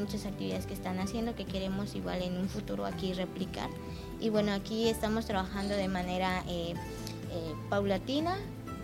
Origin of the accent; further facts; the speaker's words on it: Cancún, Quintana Roo, Mexico; Desde mi punto que yo vengo de Cancún, Cancún se ha transformado, ¿no?